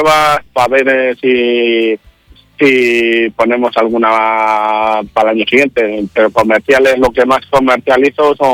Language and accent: Spanish; Palenzuela, Castile and León, Spain; como soy de Palenzuela